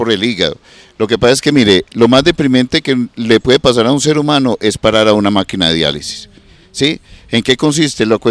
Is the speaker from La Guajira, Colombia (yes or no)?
no; Medellín, Antioquia, Colombia; also born or lived in San Martín; ahí en la curva, eso se llama Chile con Darién, ahí me crié yo. Me crié porque yo nací propiamente en San Martín.